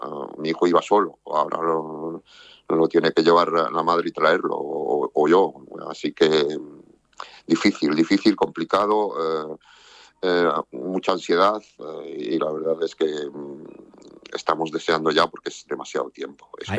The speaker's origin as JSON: {"language": "Spanish", "country": "Spain", "said": "Somos españoles y sentimos el sentimiento español que hay en Ceuta, ¿no?"}